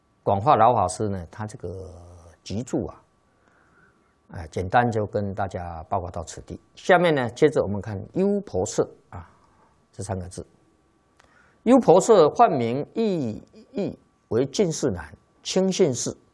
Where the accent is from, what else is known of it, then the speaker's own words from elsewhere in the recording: China; 一般我们中国人讲盖房子坐北朝南以前房地都是坐北朝南的。